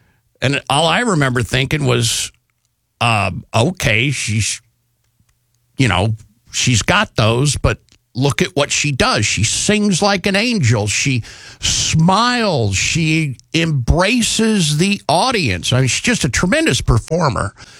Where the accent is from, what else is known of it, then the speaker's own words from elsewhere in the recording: Texas, United States; Growing up in Texas